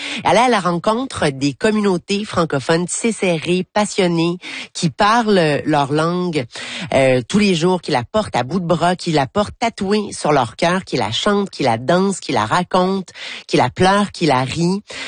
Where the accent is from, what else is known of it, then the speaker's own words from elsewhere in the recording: Moncton, New Brunswick, Canada; born there; Moi, je suis née à Moncton, au Nouveau-Brunswick.